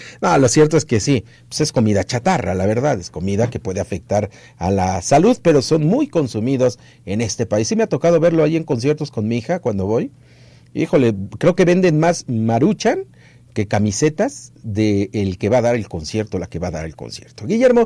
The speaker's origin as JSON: {"language": "Spanish", "country": "Mexico"}